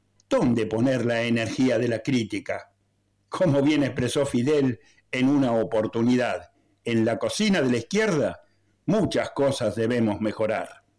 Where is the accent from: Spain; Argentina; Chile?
Argentina; born there; moved away; de mi país natal, Argentina